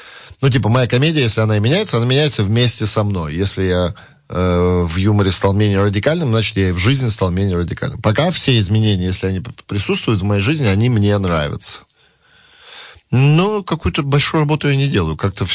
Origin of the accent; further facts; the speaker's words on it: Moscow, Russia; moved away; Мы приехали, еще раз говорю, из Москвы, из той России, из той Москвы, я не знаю, как сейчас, где все было четко, где все капец как работало